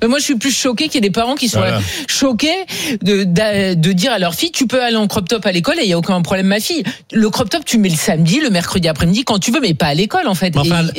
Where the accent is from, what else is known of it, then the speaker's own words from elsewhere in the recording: south-east France, France; moved away; je viens du Sud, donc dans le Sud-Est, il fait très vite très chaud